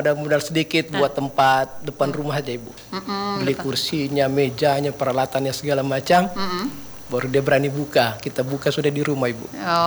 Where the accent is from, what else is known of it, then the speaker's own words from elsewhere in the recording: Central Sulawesi, Indonesia; kita kan asli Kaili memang